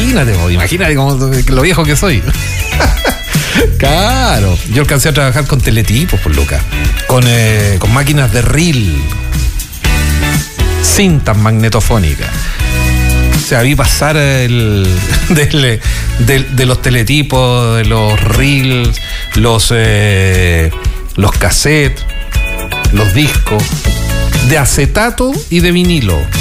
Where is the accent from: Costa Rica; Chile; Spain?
Chile; Los Andes, Valparaíso; Yo originalmente soy de los Andes, de familia de arrieros, de funcionarios públicos, una familia política también. Y si bien estuve muchos años en Valparaíso, 10 años